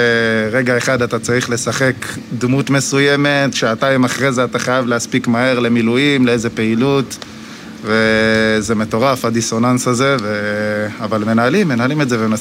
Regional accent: Ashkelon, Southern District, Israel; אני מאשקלון, בן 28.

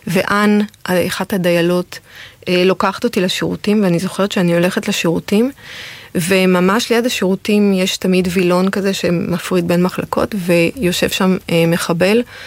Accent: France; המשפחה שלי באותה תקופה התגוררה בצרפת. אני נולדתי בצרפת, אבא נולד בצרפת

